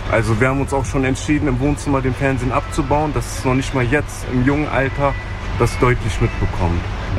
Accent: Bremerhaven, Bremen, Germany; Also ich komme hier aus Bremerhaven auch her. Ich bin hier groß geworden auf dem Lande.

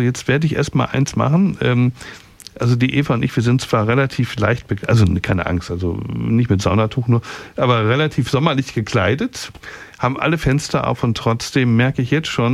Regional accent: North Rhine-Westphalia, Germany; Also wir kommen ja aus dem Ruhrpott

